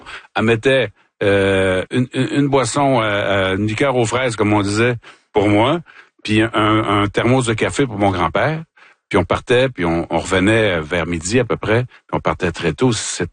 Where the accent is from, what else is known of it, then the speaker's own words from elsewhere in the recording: Sorel, Quebec, Canada; Oui, parce que moi j'ai grandi à Sorel, puis c'est un endroit où je me sentais pas toujours bien